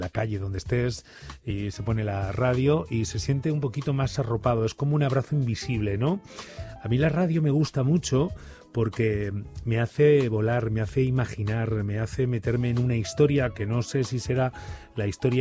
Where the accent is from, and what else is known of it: Burgos, Castile and León, Spain